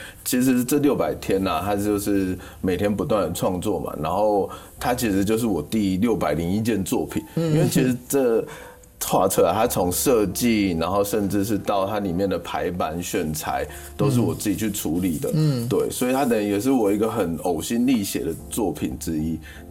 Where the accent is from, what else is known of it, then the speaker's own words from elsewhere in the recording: Taipei, Taiwan; 没有，我是台北人。